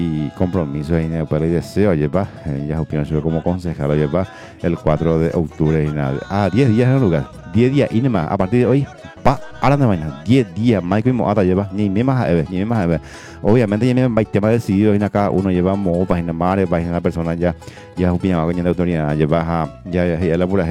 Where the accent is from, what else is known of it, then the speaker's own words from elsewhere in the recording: Paraguay; como buen ciudadano, como buen paraguayo que somos, ya cumpliendo el derecho al sufragio